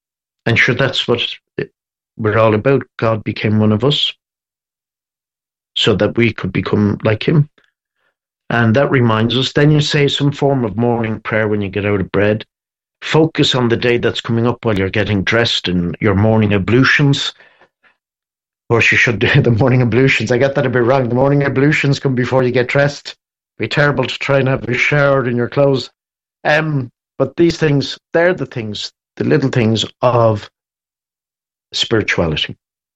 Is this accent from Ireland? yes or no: yes; Dublin, Leinster, Ireland; Brother Oliver was a passionist brother when I was growing up in Dublin